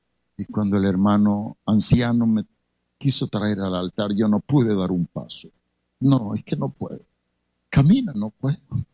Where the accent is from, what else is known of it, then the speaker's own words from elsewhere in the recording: El Salvador; moved away; ¿Hay algún salvadoreño aquí o no? ¿Conoce algo de mi país?